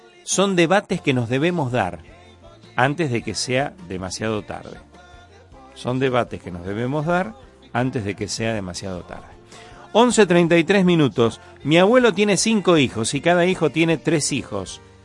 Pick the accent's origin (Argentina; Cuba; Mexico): Argentina; Santa Fe; Barrio Mayoraz. Ahí es donde yo nací, ahí en JP López al 2700.